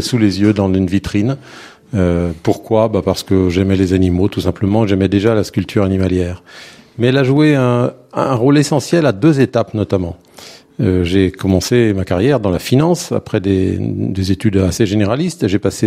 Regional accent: Rennes, Brittany, France; Mes premiers souvenirs, c'est alors que j'étais encore lycéen à Rennes, où je suis né à Rennes en Bretagne.

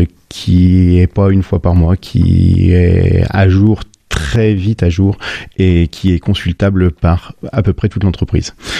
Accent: Auvergne-Rhône-Alpes, France; Je suis originaire de la région lyonnaise, moi.

